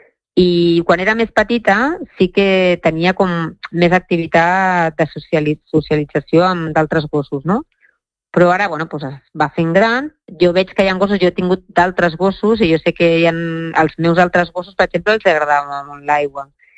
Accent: Barcelona, Catalonia, Spain; Nosaltres som de Barcelona, però estàvem allà per temes familiars

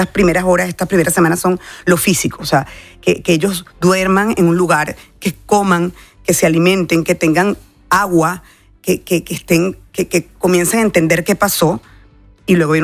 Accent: Venezuela; O sea, yo soy venezolana, yo me siento orgullosa de cómo el venezolano hoy está ayudando en centros de acopio

